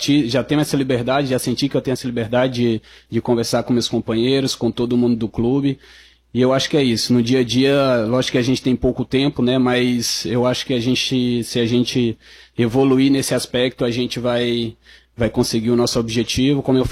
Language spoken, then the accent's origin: Portuguese; Sobral, Ceará, Brazil; born or raised there; also born or lived in Rio de Janeiro